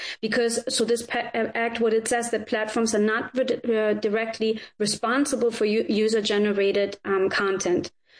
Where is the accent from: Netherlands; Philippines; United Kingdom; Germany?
Germany; now in United States; I was raised in Germany